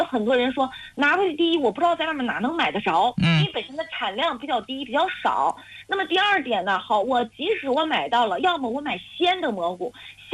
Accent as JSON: {"language": "Chinese", "region": "Northeast China", "country": "China"}